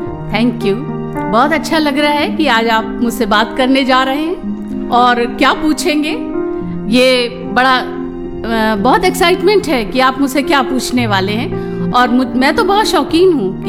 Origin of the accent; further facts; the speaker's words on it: Unnao, Uttar Pradesh, India; मैं उन्नाव जिले से हूं, जो लखनऊ से आगे ये जिला पड़ता है और कानपुर से पहले, तो कानपुर और लखनऊ के बीच ये उन्नाव जिला है